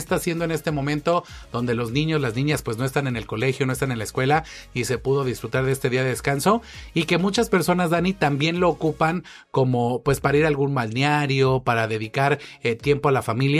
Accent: Mexico; pues somos mexicanos, somos parte de este pueblo maravilloso, de este pueblo guerrero que ha pasado tantos conflictos

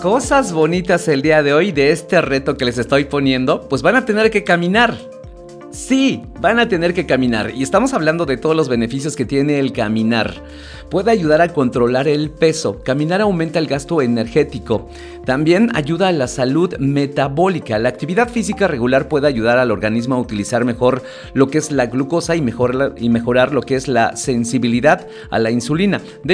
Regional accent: Mexico; Nosotros, como buenos mexicanos, que nos encanta hacer sobremesa

